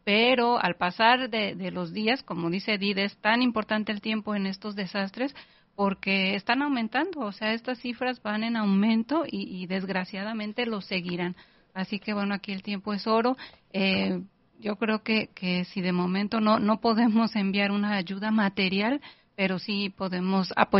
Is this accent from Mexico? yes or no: yes; Mexico; Y nosotros como mexicanos nos queda, tenemos esa historia, ¿no?